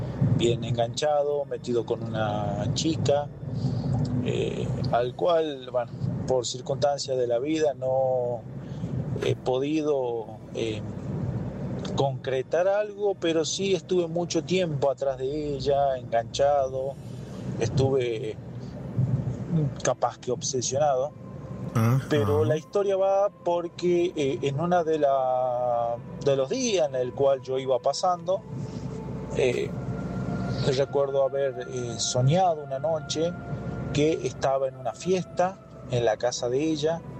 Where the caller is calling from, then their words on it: Salta, Argentina; Vivo en lo que es la provincia de Salta, en el interior